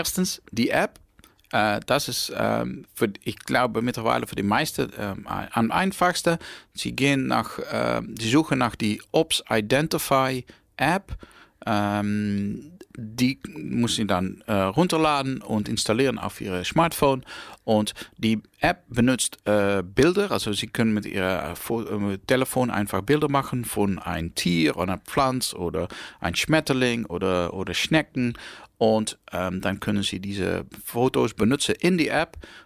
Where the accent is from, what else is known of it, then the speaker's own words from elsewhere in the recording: Netherlands; German is a second language; now in Hildesheim, Germany; ich komme, wie Sie hören, komme ich aus Holland.